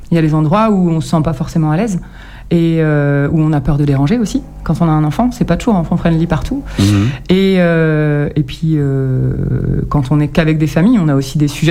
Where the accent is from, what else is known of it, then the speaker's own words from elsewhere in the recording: Pays de la Loire, France; now in Périgord vert, France; Moi, j'ai grandi dans le Maine-et-Loire, entre Angers et Saumur, dans un petit village, pareil, au bord de la Loire.